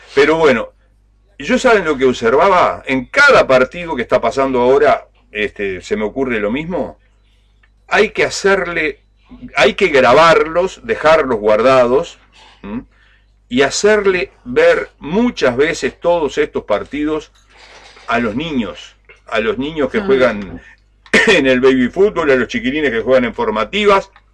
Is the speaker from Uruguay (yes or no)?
yes; Uruguay